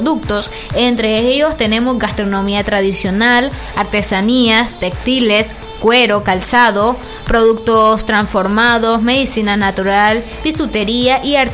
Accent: Nicaragua; Ustedes saben cómo somos los nicaragüenses

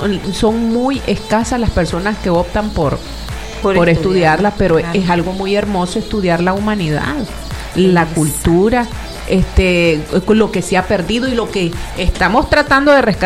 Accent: Nicaragua; todo lo que nos identificaba como nicaragüenses.

